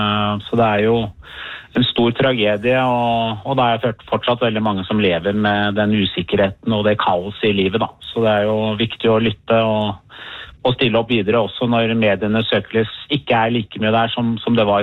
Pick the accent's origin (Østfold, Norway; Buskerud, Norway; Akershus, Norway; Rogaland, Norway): Buskerud, Norway; Drammen; Jeg gjør meg stolt som drammenser